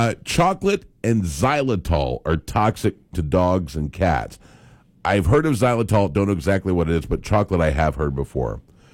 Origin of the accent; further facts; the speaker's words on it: Grand Island, Nebraska, United States; I grew up in Grand Island.